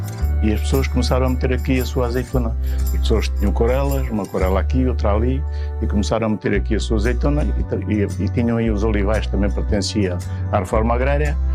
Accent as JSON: {"language": "Portuguese", "town": "Ervidel", "region": "Alentejo", "country": "Portugal", "tie": "born or raised there", "said": "sou natural de Ervidel, sempre tenho vivido em Ervidel e tenho 69 anos."}